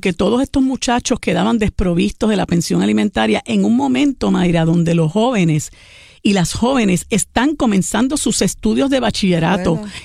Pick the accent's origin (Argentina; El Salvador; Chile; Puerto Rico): Puerto Rico; como puertorriqueños y puertorriqueñas.